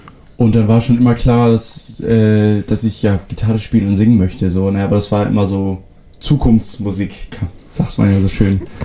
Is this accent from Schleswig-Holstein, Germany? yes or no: yes; Föhr, Schleswig-Holstein, Germany; first language Frisian; German is a second language; ich komme von der Insel Föhr. Bin dort auch geboren und aufgewachsen, bin inzwischen 30 Jahre alt